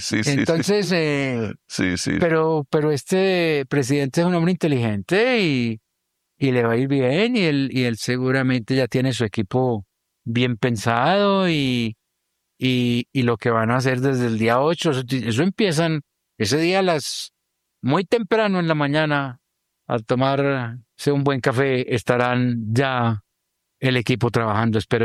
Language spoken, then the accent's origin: Spanish; Medellín, Antioquia, Colombia; paisa de pura cepa, de Medellín. Y mi familia de cientos de años aquí en las montañas antioqueñas.